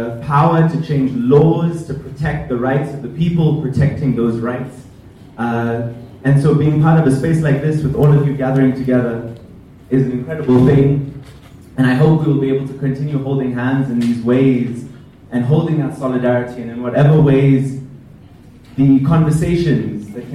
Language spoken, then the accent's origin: English; Zimbabwe; As our comrade Javan has said, I'm coming from Zimbabwe, and the struggle there is also deep and long, and one that I've been a part of.